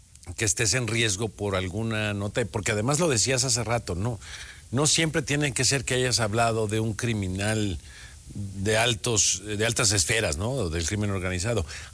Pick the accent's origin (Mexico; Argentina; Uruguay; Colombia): Mexico